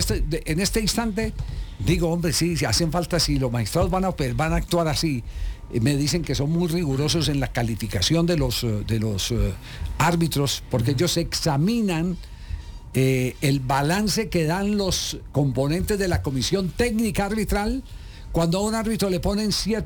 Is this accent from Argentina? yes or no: no; Caldas, Colombia